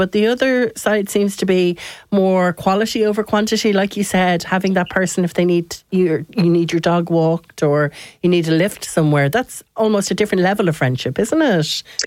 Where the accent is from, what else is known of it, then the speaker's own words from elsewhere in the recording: Ireland; we're good at that as Irish people.